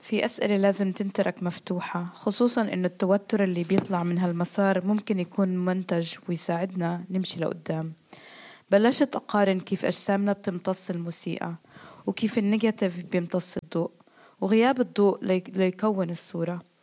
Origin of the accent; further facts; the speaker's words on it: Palestine; واحدة من أكبر تحدياتنا كفلسطينيين هو إنه عم نتبعثر من أكتر من 100 سنة.